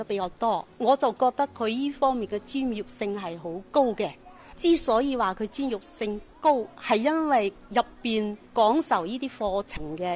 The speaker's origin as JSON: {"language": "Cantonese", "region": "Guangdong", "country": "China", "said": "作為我哋廣府人，對於嶺南文化應該都係有一定熟悉嘅"}